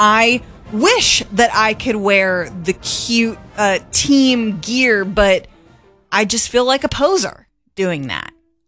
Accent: Pennsylvania, United States; now in Ohio, United States; I grew up in Steelers country, and it was like when they were really good, so it was kind of a big deal. And then now living in Ohio

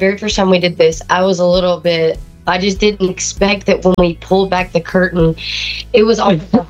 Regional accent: Alabama, United States; we're from Alabama, so we understand that if we asked them to wear orange in our hometown for Auburn

